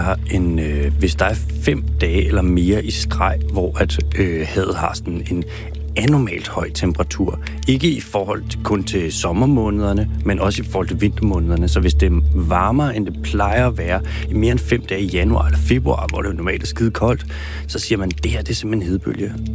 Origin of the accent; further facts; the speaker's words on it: Capital Region of Denmark, Denmark; der, hvor jeg er vokset op, op i, helt op i Nordsjælland, altså op i nærheden af Gilleleje, der er det noget, som er tæt på. Der er havnekultur, der er, man går på stranden, man tog ned på havnen og købte torsk i gamle dage, eller for et par årtier siden